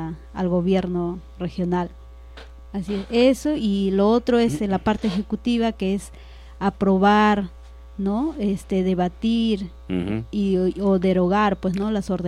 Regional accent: Villa Rica, Pasco, Peru; que somos de acá de Villarrica.

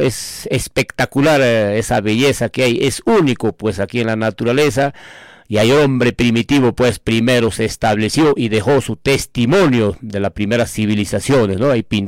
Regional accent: Ayacucho, Peru; yo conozco esa parte porque es mi tierra y me siento orgulloso, pues, ¿no?, de ser breapampino.

